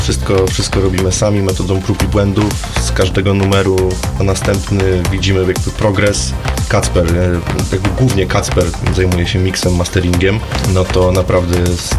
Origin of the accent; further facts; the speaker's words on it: Tarnów, Lesser Poland, Poland; jesteśmy z Tarnowa wszyscy